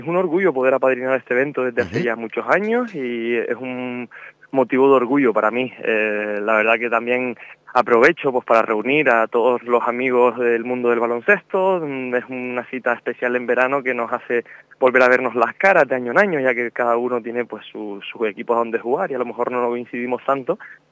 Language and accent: Spanish; Canary Islands, Spain; moved away; me encantaría algún día volver a mi tierra